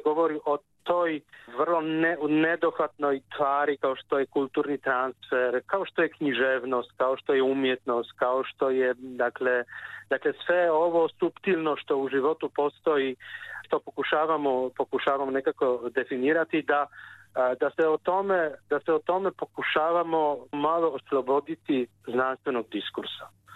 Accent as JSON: {"language": "Croatian", "town": "Kraków", "region": "Lesser Poland", "country": "Poland", "said": "mi smo obojica iz Krakova"}